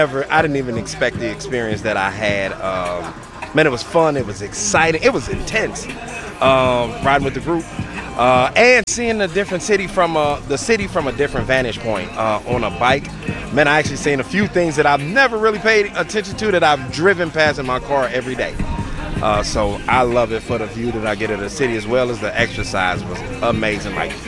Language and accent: English; United States; I'm from the Woodlawn area.